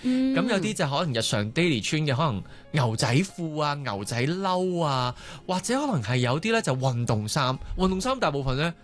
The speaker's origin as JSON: {"language": "Cantonese", "country": "Hong Kong"}